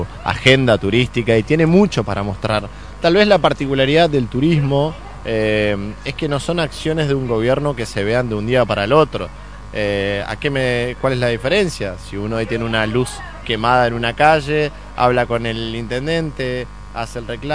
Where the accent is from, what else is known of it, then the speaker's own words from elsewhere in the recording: Mocoretá, Corrientes, Argentina; soy casi que un curuzucuateño adoptivo en una disputa con mi pueblo mocretaense, pero lo cierto que tengo mi familia formada acá en Curuzú